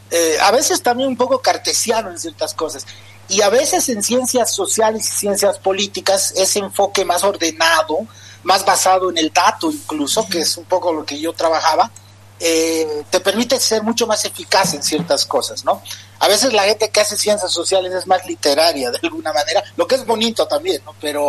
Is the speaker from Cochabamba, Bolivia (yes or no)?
no; Oruro, Bolivia; moved away as an adult; also born or lived in Switzerland; Yo hice mi bachillerato en Oruro. Yo soy orureño